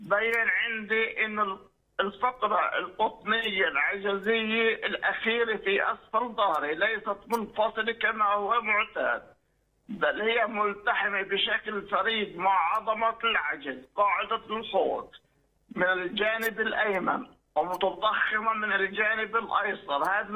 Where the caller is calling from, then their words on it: Norway; انا ابن الرب من النرويج